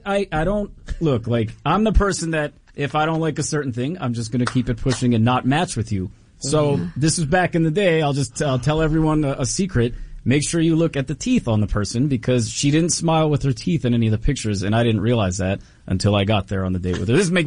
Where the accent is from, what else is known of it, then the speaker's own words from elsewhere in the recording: Pennsylvania, United States; I'm from Pennsylvania, northeastern Pennsylvania.